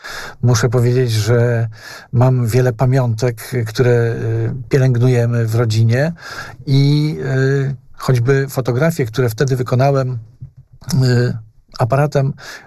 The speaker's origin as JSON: {"language": "Polish", "town": "Łomża", "region": "Podlaskie Voivodeship", "country": "Poland", "tie": "born or raised there", "said": "miasta, w którym się urodziłem, w którym żyję i pracuję"}